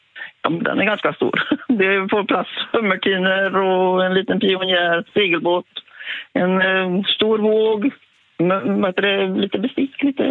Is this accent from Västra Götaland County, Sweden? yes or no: yes; Västra Götaland County, Sweden; now in Strömstad, Sweden; sen är jag född och uppväxt här ute. Jag bor i Strömstad emellan